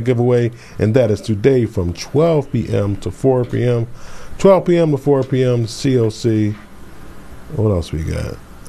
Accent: Philadelphia, Pennsylvania, United States; Overbrook. That's where I'm from. I'm from West Philly.

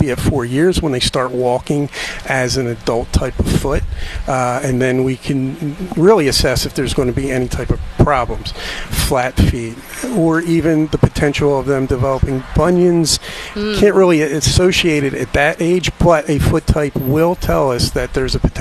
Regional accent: New Jersey, United States; I'm from South Jersey, so I'm familiar with Philadelphia. I went to podiatry school in New York City.

